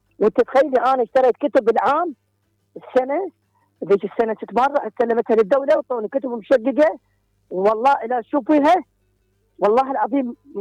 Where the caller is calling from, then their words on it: Iraq; أنا كمواطن عراقي